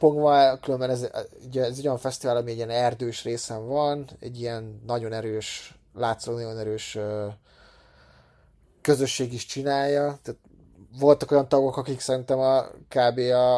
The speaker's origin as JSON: {"language": "Hungarian", "country": "Hungary", "said": "mert mi meg magyarok vagyunk"}